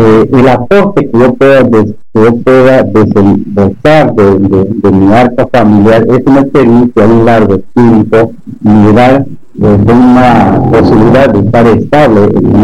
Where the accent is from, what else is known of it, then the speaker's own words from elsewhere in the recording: Lamas, San Martín, Peru; now in San José de Sisa, Peru; soy natural de Lamas